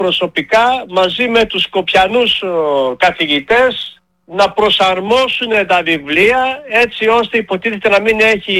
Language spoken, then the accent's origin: Greek; Macedonia, Greece; εμείς οι αγρότες ακρίτες Μακεδόνες